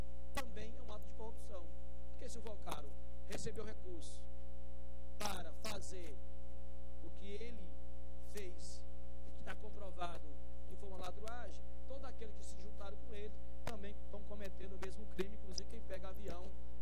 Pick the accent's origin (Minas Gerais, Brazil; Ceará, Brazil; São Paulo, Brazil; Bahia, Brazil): Ceará, Brazil; eu, como cearense, como parlamentar dessa casa